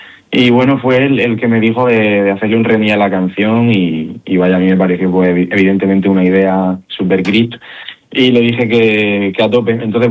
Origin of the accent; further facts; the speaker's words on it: Murcia, Region of Murcia, Spain; Y sobre todo por eso, porque está en mi ciudad, me ven los murcianos, las murcianas, mi familia.